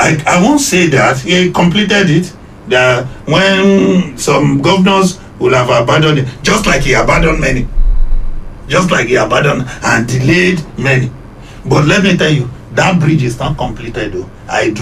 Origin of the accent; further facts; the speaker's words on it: Ondo, Nigeria; I'm from Akoko Southwest.